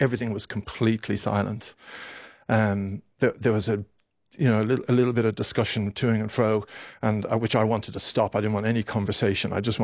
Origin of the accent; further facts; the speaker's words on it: Ireland; I mean, rather amusingly, I come from Ireland. I grew up in Ireland in the 70s in a country that was sort of in the midst of a civil war.